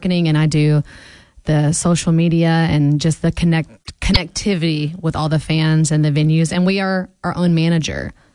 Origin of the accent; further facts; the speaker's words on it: Alabama, United States; now in Nashville, United States; So I grew up on Pines Road in Alabama.